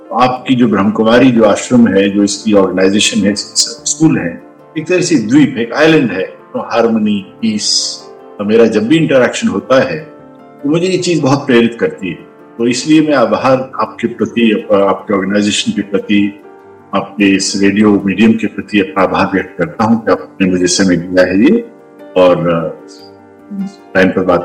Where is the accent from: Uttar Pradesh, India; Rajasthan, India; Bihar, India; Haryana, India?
Haryana, India; मेरा जन्म 1955 में हुआ, फरवरी 1955 में। कुरुक्षेत्र के पास एक गांव है, एक कृषि परिवार से बिलोंग करता हूँ, आज भी इनसे जुड़ा हुआ हूँ।